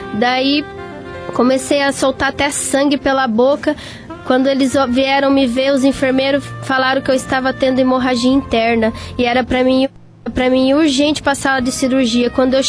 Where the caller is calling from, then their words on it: Curitiba, Paraná, Brazil; sou da cidade de Curitiba.